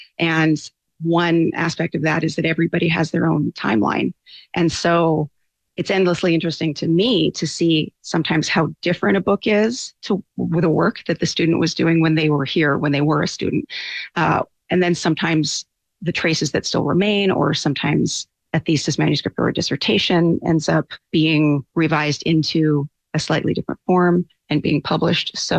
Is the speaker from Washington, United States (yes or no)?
yes; Tacoma, Washington, United States; moved away as an adult; now in Las Vegas, United States; I have now been in Vegas for 20 years, but I'm from Washington State. So a lot of that draws on autobiographical experience of growing up in the 70s in the overcast Pacific Northwest.